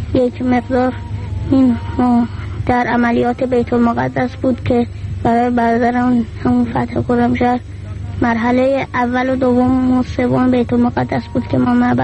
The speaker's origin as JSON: {"language": "Persian", "region": "Isfahan", "country": "Iran", "said": "از اصفهان هستم که 14 سالمه"}